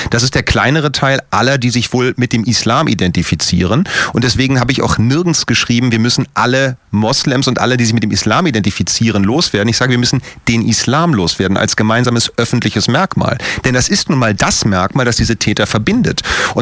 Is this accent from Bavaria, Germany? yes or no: no; Berlin, Germany; ich selber als Berliner, der aufgewachsen ist in einer Zeit, in Hamburg gilt übrigens das Gleiche, ein Teil meiner Familie kommt aus Hamburg